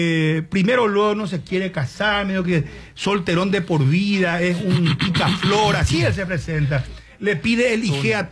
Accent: Paraguay; nosotros los paraguayos nos vemos, no tocamos, no nos recostamos, no nos vamos a orinar juntos, no somos paraguayos.

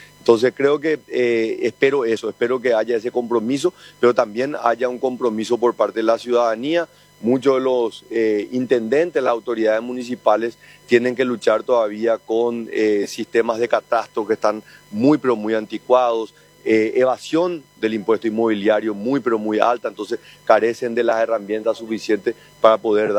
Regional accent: Paraguay

